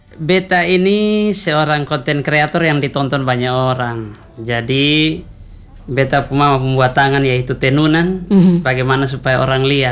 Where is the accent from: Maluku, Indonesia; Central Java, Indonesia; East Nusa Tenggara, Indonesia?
East Nusa Tenggara, Indonesia; Karena beta rasa ini orang harus tahu beta dari NTT.